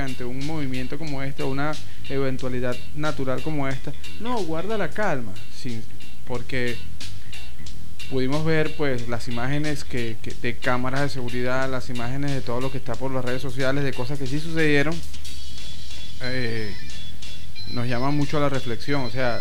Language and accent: Spanish; Venezuela; nosotros como venezolanos